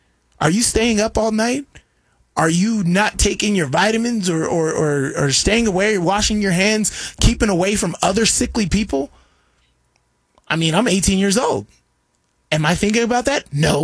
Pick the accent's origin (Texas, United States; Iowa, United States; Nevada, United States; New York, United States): Nevada, United States; Las Vegas; I'm from Vegas, right? Coming up to Utah, it was cold as hell.